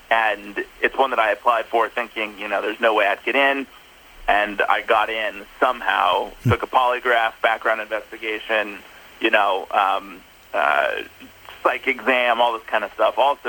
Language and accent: English; Minneapolis, Minnesota, United States; also born or lived in Orlando; So I was born in Minnesota. I was raised kind of between Minneapolis and did a stint in Orlando as well.